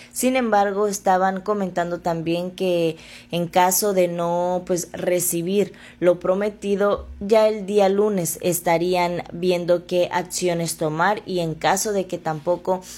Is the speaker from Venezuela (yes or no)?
no; Mexico; como buenos mexicanos a veces dejamos todo para el último.